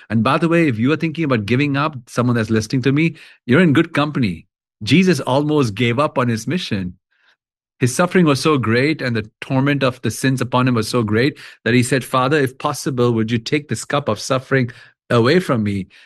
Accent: Kolkata, West Bengal, India; And I had got to meet Mother Teresa growing up in Calcutta and seen our work.

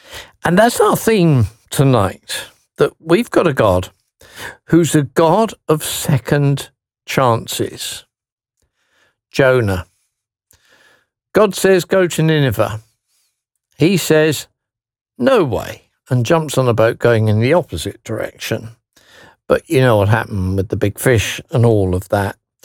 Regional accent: England, United Kingdom; I'm an Englishman

